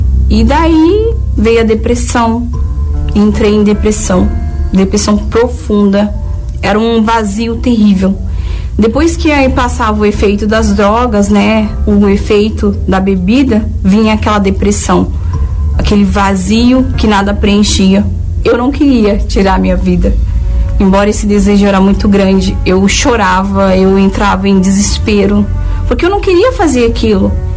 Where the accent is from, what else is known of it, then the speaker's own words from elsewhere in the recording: Boa Nova, Bahia, Brazil; born there; tenho 37 anos. Eu nasci na Bahia, em Boa Nova.